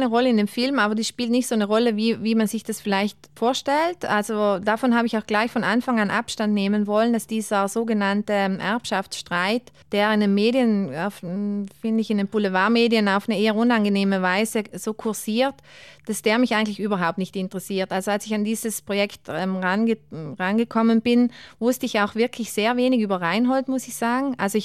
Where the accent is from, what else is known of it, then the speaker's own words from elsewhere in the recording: Ritten, Trentino-Alto Adige, Italy; Ich bin ein Berg, also ich bin ja am Ritten geboren und aufgewachsen.